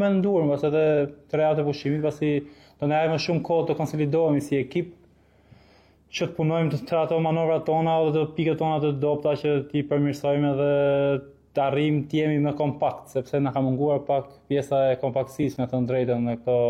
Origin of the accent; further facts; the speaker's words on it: Elbasan, Elbasan County, Albania; unë jam nga Elbasani, jam lindur dhe rritur dhe kam dalë të Akademia Elbasanit.